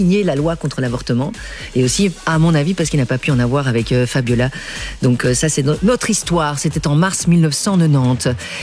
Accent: Belgium; En tant que Belge, forcément, avec cette monarchie. Nous sommes dans une royauté.

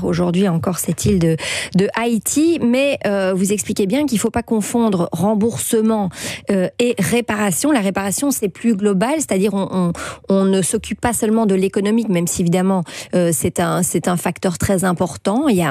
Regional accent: Belgium; ça nous fait réfléchir en tant que belge

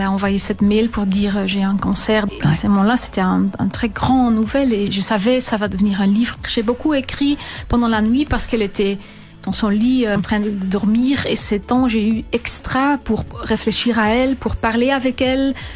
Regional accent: Flanders, Belgium; French is a second language; moved away as an adult; now in Brussels, Belgium; Oui, je viens de Campine. Peut-être on peut entendre ça encore dans mon dialecte. Mais maintenant, j'habite depuis Bruxelles. 20 ans à Bruxelles.

